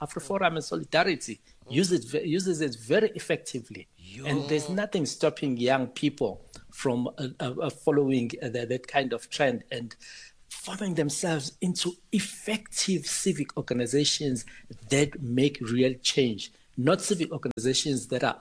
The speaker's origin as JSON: {"language": "English", "country": "South Africa"}